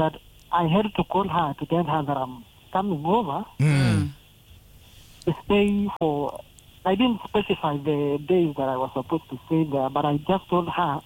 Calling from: Mombasa, Mombasa County, Kenya; I'm calling from Mombasa.

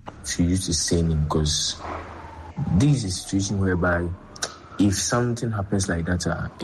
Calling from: Accra, Greater Accra, Ghana; I'm speaking from Accra.

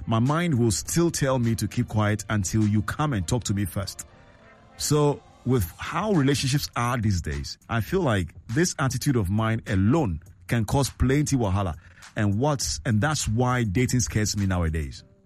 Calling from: Tema, Greater Accra, Ghana; I'm texting from Tema.

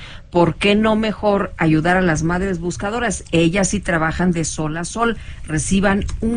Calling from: Ixtapaluca, State of Mexico, Mexico; de Ixtapaluca.

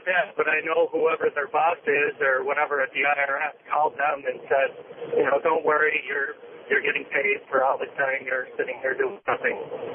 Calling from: Buffalo, New York, United States; I'm from Buffalo. Driving across Ohio.

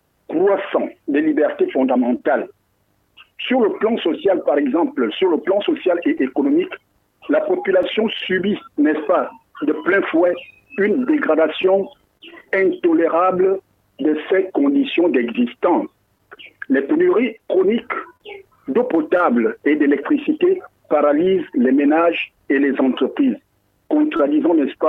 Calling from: Libreville, Estuaire, Gabon; du Grand Libreville.

